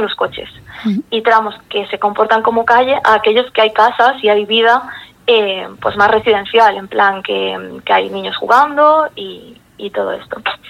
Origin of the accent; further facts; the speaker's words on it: Valladares, Galicia, Spain; yo soy de Valladares. Y siempre me decían, uff, esto ya no es de Vigo.